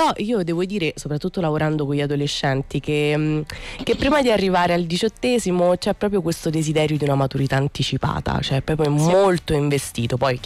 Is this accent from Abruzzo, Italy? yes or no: no; Lazio, Italy; lo dico da Ciociara